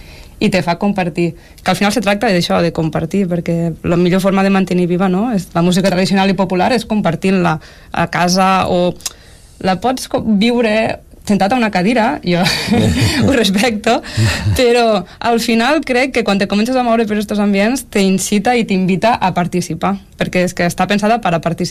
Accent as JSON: {"language": "Catalan", "region": "Catalonia", "country": "Spain", "said": "jo soc ebrenca"}